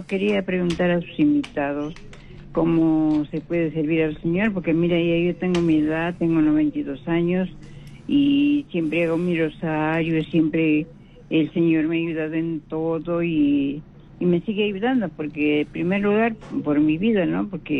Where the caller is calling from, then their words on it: Lima, Peru; Estoy llamando de acá, de Comas.